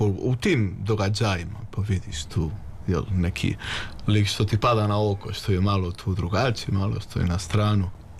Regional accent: Spain; Bosnian is a second language; A ja sam i često tamo zvratio, pošto mi je bilo zanimljivo kao Španac, pošto, kao što znate, većina Jevreja u Sarajevu su Sefardi

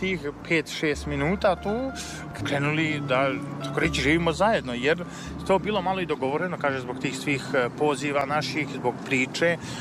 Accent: Zlatibor, Zlatibor District, Serbia; Ja sam sa Zlatibora, prvo sam tražio to u Užicu

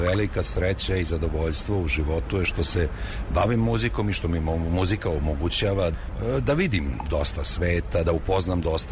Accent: Belgrade, Serbia; born there; Pa, rođen sam u Beogradu i počeo sam da razmišljam o muzici još kao mali

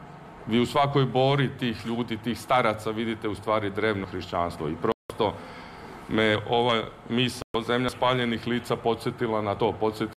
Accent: Dalmatia, Croatia; Kod nas u Dalmaciji već sada skoro počne da bude trava ili žuta

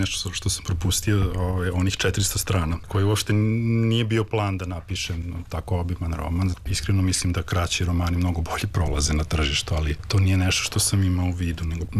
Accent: Novi Sad, Vojvodina, Serbia; ja sam odrastao u Novom Sadu, ali sam jako puno vremena provodio u Tršiću, jer su mi i majka i otac iz Tršića.

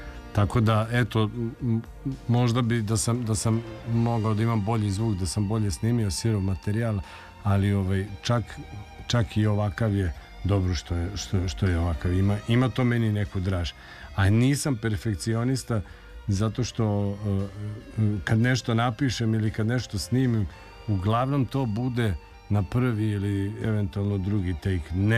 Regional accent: Vojvodina, Serbia

